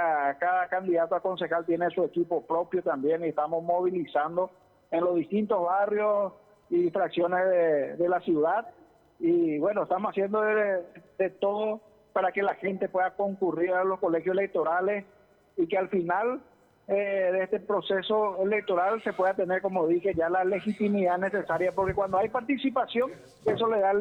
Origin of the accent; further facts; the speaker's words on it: Paraguay; peñan de deber como paraguayo.